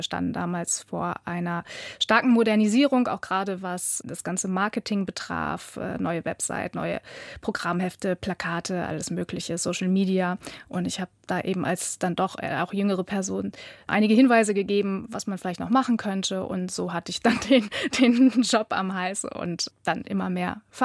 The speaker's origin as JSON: {"language": "German", "town": "Hanover", "region": "Lower Saxony", "country": "Germany", "tie": "born or raised there", "said": "Ich bin gebürtige Hannoveranerin. Ich bin auch begeisterte Hannoveranerin, also eine Lokalpatriotin durchaus."}